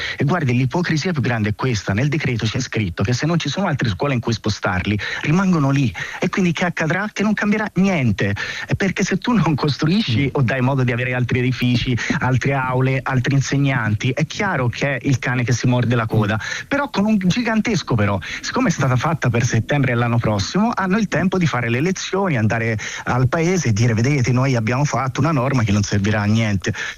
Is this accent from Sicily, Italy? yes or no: no; Prato, Tuscany, Italy; now in Rome, Italy; così come io sono originario di Prato, che è, come sapete, uno dei casi nazionali in cui ci sono più stranieri assieme a Milano